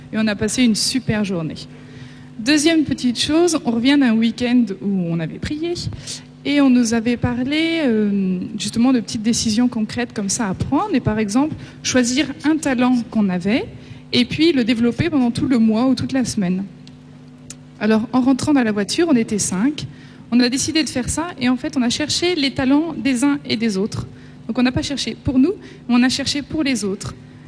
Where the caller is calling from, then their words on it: Paris, Île-de-France, France; j'ai 27 ans et je viens de Paris.